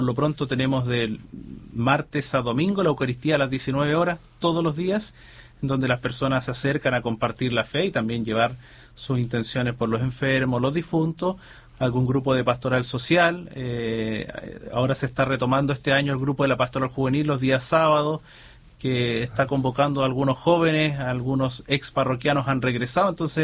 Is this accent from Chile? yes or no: yes; Concepción, Biobío, Chile; yo soy oriundo de Concepción, surgió en el Colegio Salesiano de Concepción